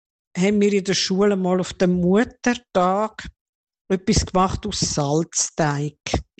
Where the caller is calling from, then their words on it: St. Gallen, Switzerland; von St. Gallen.